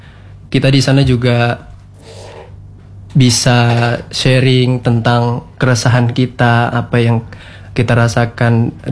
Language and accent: Indonesian; West Sumatra, Indonesia; now in Sumba, Indonesia; saya dari Sumatera Barat.